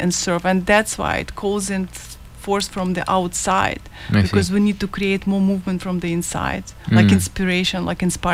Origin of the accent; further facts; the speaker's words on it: Ukraine; moved away; And, like, I'm coming from Ukraine, you know, like 25 years ago, but my heart is still in pain, you know, like, this was going on.